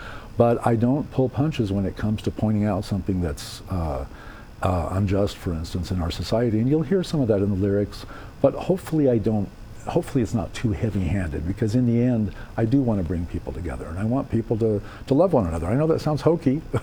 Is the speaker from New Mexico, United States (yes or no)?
yes; Silver City, New Mexico, United States; also born or lived in Texas; Mexico as a kid, so I lived up in Silver City, so I kind of consider myself as much a New Mexican as a Texan.